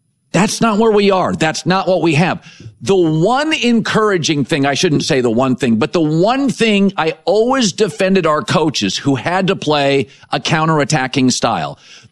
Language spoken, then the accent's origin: English; Pacific Northwest, United States; I grew up in the Pacific Northwest. Timber, Sounders, college programs. I like soccer. Mom was British.